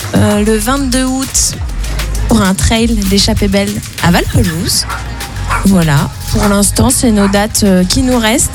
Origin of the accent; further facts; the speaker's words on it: Annecy, Auvergne-Rhône-Alpes, France; Voilà, et moi c'est plutôt vers l'autre lac, sur Annecy.